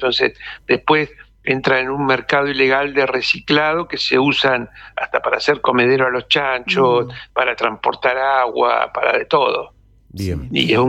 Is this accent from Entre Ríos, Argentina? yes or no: yes; Entre Ríos, Argentina; Yo soy de Entre Ríos, tenemos la provincia con menos regulaciones